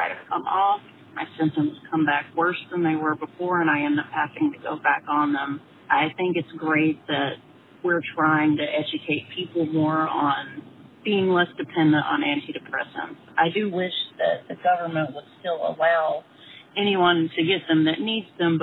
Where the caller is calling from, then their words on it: Asheboro, North Carolina, United States; from Asheboro, North Carolina.